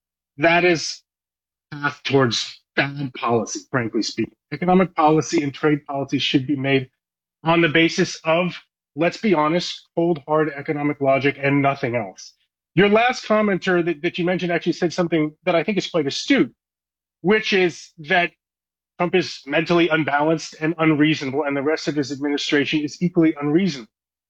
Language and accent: English; Ontario, Canada; And Ontario, again, you know, I'm from Ontario, so I'm speaking mostly to Doug Ford